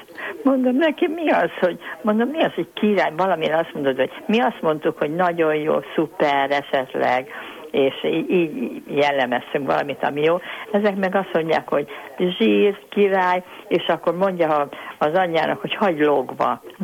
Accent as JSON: {"language": "Hungarian", "region": "Budapest", "country": "Hungary", "tie": "born or raised there", "lives_now": "Zalaegerszeg, Hungary", "said": "Pedig nagyon egészségesen éltünk gyerekkorunkban, én Budán laktam, most Zalaegerszegen élek, ide jöttem férhez"}